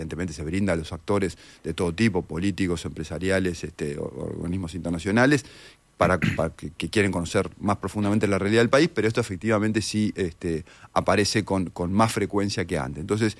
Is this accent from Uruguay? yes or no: yes; Uruguay; como sociedad uruguaya hemos tenido